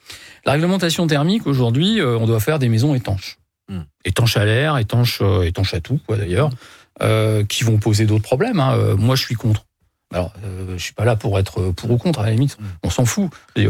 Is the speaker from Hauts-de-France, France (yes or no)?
yes; Hauts-de-France, France; now in Amiens, France; Moi je viens de la Somme. La Somme, c'est un département, c'est celui où il y a le plus d'éoliennes en France.